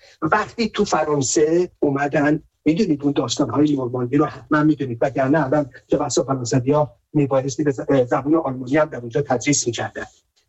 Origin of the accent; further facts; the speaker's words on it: Iran; ما مردم ایرانیم